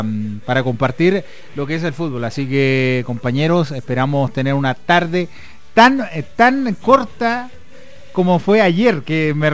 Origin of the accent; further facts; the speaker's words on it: Chile; yo por ejemplo como chileno, ucha, que son poco serios, no, diría yo.